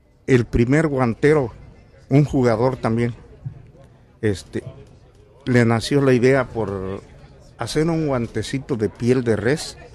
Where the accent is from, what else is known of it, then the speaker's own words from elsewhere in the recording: Magdalena Jaltepec, Oaxaca, Mexico; now in Fresno, United States; los primeros jugadores de mi pueblo, de Magdalena, Jaltepec, que llegaron aquí que emigraron aquí a California.